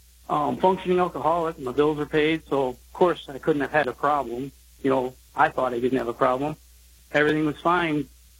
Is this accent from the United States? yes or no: yes; Akron, Michigan, United States; I grew up in Akron, Michigan, a small farm town.